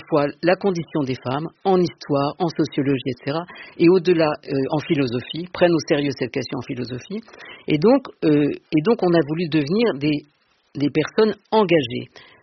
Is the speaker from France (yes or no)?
yes; Marseille, Provence-Alpes-Côte d'Azur, France; moved away as an adult; now in Paris, France